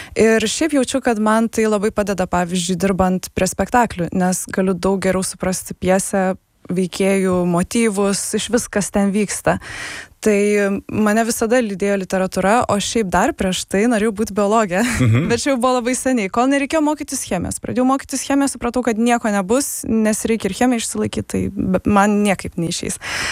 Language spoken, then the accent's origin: Lithuanian; Šiauliai, Šiauliai County, Lithuania; moved away; Ir šiaip aš užaugau Šiauliuose.